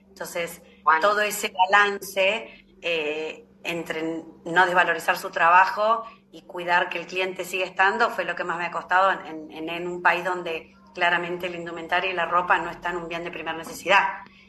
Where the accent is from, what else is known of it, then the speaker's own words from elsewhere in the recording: San Luis, Argentina; also born or lived in Córdoba; que fui criada acá en San Luis, en el interior de Argentina. Y bueno, me fui a estudiar a Córdoba, me recibí de abogada.